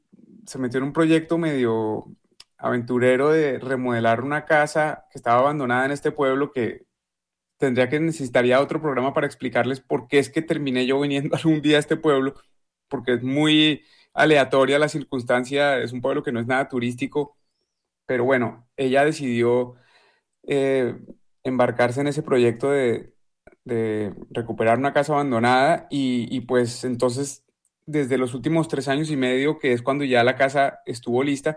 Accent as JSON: {"language": "Spanish", "region": "Bogotá", "country": "Colombia", "said": "Yo soy de Bogotá."}